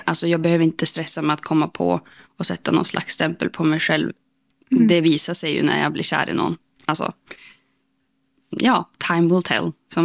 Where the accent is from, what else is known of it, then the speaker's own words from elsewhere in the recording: Skellefteå, Västerbotten County, Sweden; moved away as an adult; now in Umeå, Sweden; när jag växte upp i Skellefteå så tyckte jag att det var en väldigt liten stad. Och det var väldigt mycket så här, det kändes typ stundvis väldigt instängt. Och så här, alla känner alla